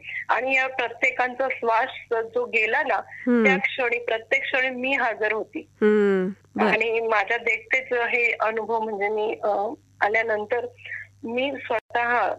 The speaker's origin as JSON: {"language": "Marathi", "town": "Nashik", "region": "Maharashtra", "country": "India", "tie": "born or raised there", "also_born_or_lived": "Mumbai / Gujarat", "moved": "as an adult", "lives_now": "Surat, India", "said": "मुंबईचा जन्म, आई मुंबई, नंतर मग नाशिकला लग्न झालं आणि माझा जन्म नंतर मग तिकडनं मी मोठी झाली मग नाशिक मध्ये. आणि माझं लग्न झालं मग नंतर गुजरात. आता काय हा प्रवास आहे माझा, त्याच्यामुळे मला चांगलं असं मराठी पण चांगलं बोलता येतं."}